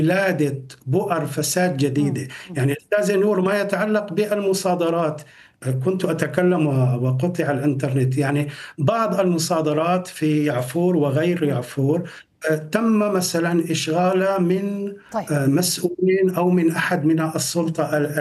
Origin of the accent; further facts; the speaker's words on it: Syria; ونحن هنا كسوريين نسأل